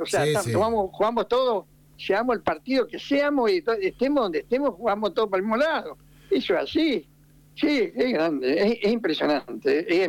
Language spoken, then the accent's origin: Spanish; Argentina; now in Madrid, Spain; somos muy argentinos